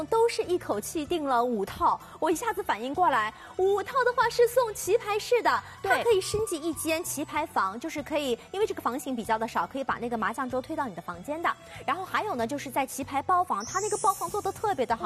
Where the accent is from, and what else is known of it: Shanghai, China